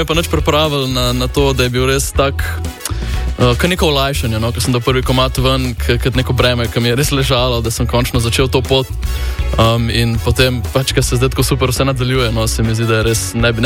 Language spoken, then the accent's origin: Slovenian; Ljubljana, Slovenia